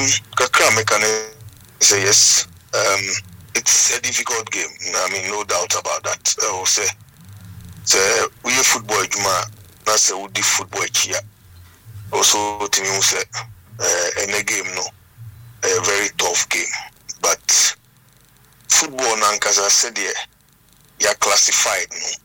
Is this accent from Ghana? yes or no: yes; Ghana; But as a Ghanaian, as a football person